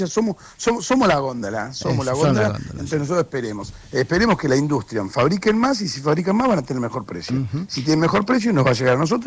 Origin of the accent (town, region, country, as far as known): Argentina